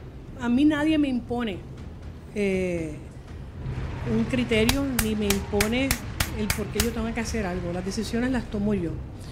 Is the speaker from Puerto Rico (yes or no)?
yes; Puerto Rico